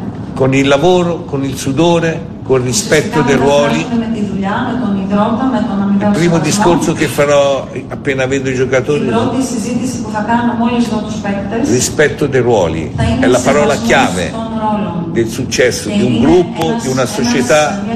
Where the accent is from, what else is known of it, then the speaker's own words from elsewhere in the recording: Tuscany, Italy; born there; io sono nato nella provincia di Livorno e mi hanno accorto con i fischi perché dicevano che nessuno è profeta in patria